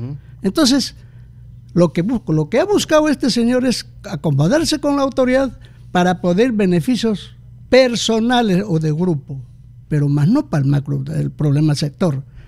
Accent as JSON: {"language": "Spanish", "country": "Peru", "said": "yo lo único como ciudadano peruano reclamo y exijo es que seguridad."}